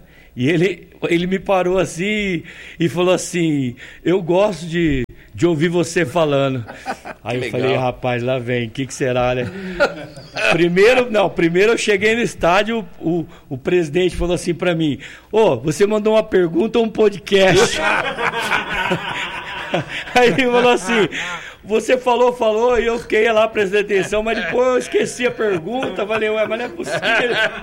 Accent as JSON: {"language": "Portuguese", "town": "Limeira", "region": "São Paulo", "country": "Brazil", "tie": "born there", "said": "Eu nasci aqui em Limeira, né? Então, eu não sou nem tão pouco mais leonino ou mais galista, eu sou limeirense"}